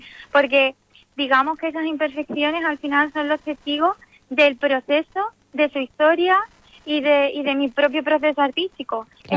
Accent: Morón de la Frontera, Andalusia, Spain; como es el caso de que ahora pues puedo disfrutar de proyectos en mi tierra.

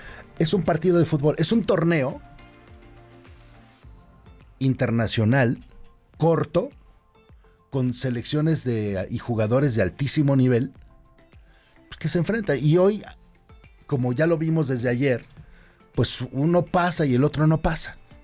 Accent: Mexico; No somos los mexicanos.

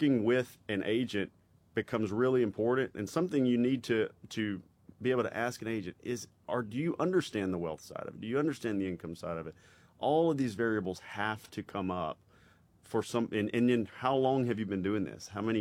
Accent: Mississippi, United States; I'm from Mississippi, yeah, and when we'd have these call centers, you'd hear the calls.

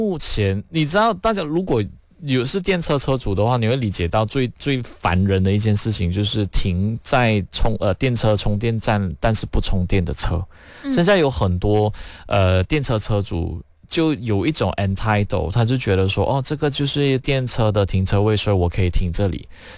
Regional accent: Jeli, Kelantan, Malaysia; moved away; 它是东西大道近靠近我的家乡宜立的唯一一个。

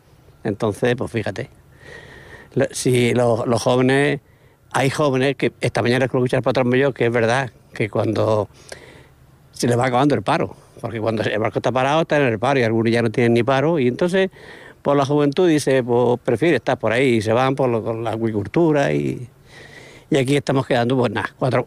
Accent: Mazarrón, Region of Murcia, Spain; now in Cartagena, Spain; Yo soy de Mazarrón.

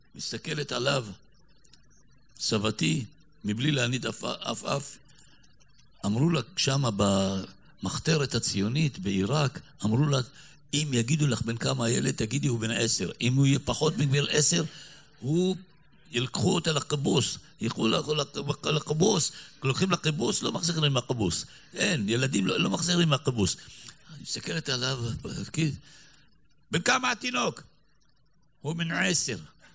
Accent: Petah Tikva, Central District, Israel; אני גדלתי פה בפתח תקווה, ולמדתי בבית הספר הדתי נצח ישראל בנים.

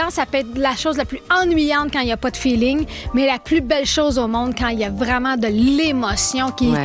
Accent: Sainte-Adèle, Quebec, Canada; born there; je parle pas espagnol. Je m'étais acheté des petites cassettes pour apprendre l'espagnol quand j'étais jeune, mais à Sainte-Adèle, personne parlait espagnol.

